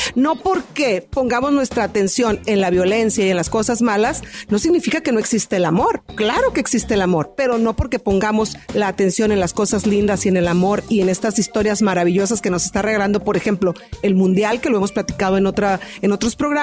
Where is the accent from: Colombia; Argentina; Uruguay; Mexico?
Mexico